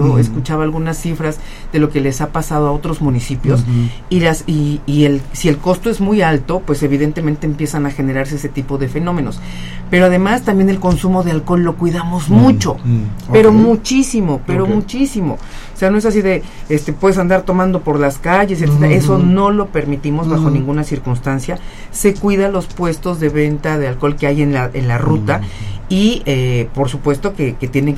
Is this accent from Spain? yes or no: no; Mexico; yo sé que todos somos mexicanos